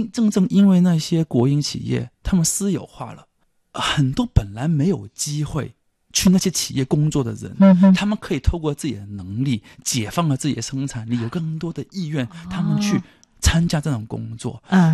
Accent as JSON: {"language": "Chinese", "region": "Guangdong", "country": "China", "tie": "born there", "said": "因为我出生在广东嘛"}